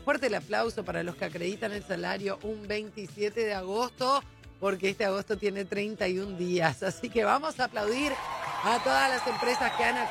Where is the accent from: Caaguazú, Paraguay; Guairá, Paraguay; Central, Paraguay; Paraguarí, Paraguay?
Central, Paraguay; Lambaré; Yo soy de Lambaré, sí.